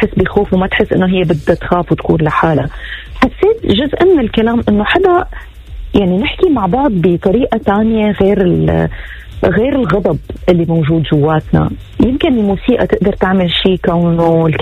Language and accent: Arabic; Syria; أنا وفي كتير ناس سوريين مثلي